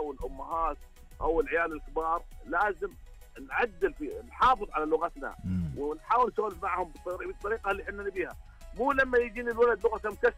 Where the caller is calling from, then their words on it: Saudi Arabia; احنا عندنا في السعوديه تحديدا